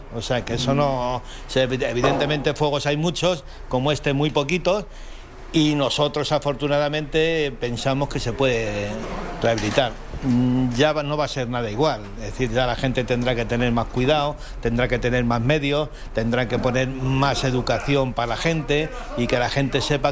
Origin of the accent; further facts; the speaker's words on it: Casillas, Castile and León, Spain; yo soy de Casillas, un pueblo que además han parado el fuego